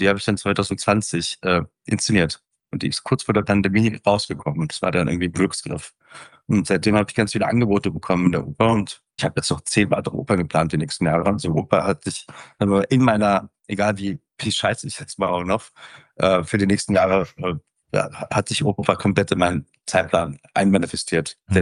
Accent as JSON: {"language": "German", "region": "Berlin", "country": "Germany", "tie": "born or raised there", "said": "Ich bin in Kreuzberg aufgewachsen, in der Zossenerstraße."}